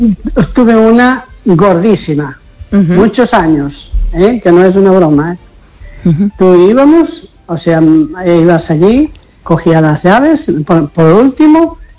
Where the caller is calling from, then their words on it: A Coruña, Galicia, Spain; de la Coruña.